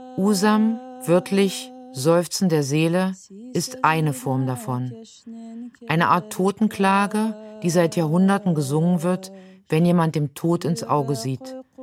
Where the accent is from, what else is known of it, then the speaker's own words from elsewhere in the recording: Germany; Als Deutsche